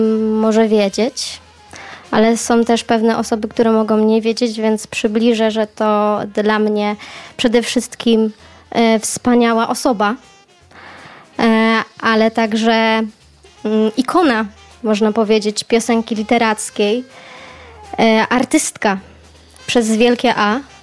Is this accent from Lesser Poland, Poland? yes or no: yes; Lesser Poland, Poland; also born or lived in Nysa, Poland; now in Wrocław, Poland; pochodzę z Małopolski, studiowałam w Opolskim, w Nysie, a teraz mieszkam we Wrocławiu.